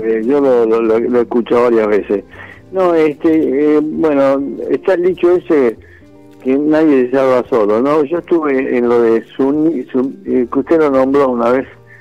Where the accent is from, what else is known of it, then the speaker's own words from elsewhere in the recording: Buenos Aires, Argentina; now in Recoleta, Buenos Aires, Argentina; yo soy oriundo de Flores